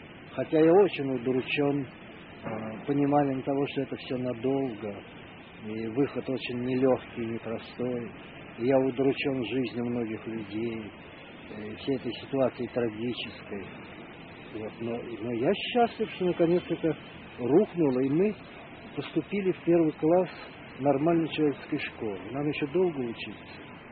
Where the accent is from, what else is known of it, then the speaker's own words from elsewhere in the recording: Moscow, Russia; я старый москвич